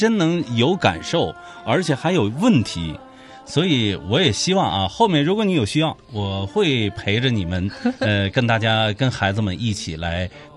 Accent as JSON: {"language": "Chinese", "region": "Jilin", "country": "China", "said": "让很多咱们吉林人重新拿起了书"}